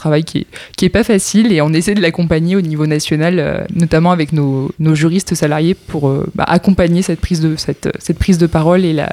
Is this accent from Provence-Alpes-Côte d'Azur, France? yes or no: yes; Provence-Alpes-Côte d'Azur, France; j'ai 26 ans, je suis originaire des Bouches-du-Rhône